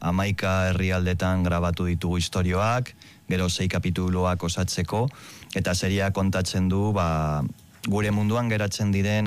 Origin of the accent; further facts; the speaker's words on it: Algorta, Basque Country, Spain; Ni Algortakoa naiz eta ez neunkan loturarik horrelako errealitatearekin